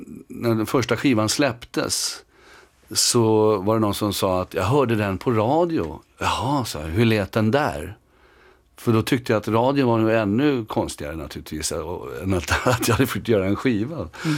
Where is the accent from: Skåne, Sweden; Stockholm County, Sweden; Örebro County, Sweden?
Stockholm County, Sweden; Stockholm; jag som stockholmare inte upplevde Stockholms skärgård förrän jag var en 35 år.